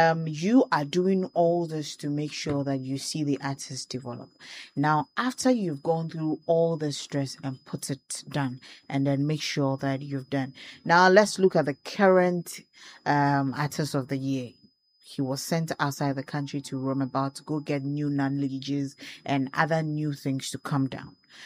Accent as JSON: {"language": "English", "town": "Takoradi", "region": "Western Region", "country": "Ghana", "said": "I was from Western Region."}